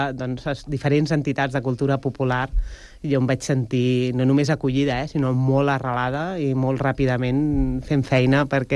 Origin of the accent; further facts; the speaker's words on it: Barcelona, Catalonia, Spain; born there; Jo vaig néixer a Barcelona.